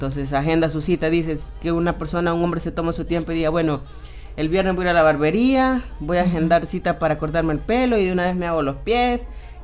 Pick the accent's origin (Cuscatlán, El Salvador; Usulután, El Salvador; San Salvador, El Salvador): San Salvador, El Salvador; now in Metapán, El Salvador; yo soy de San Salvador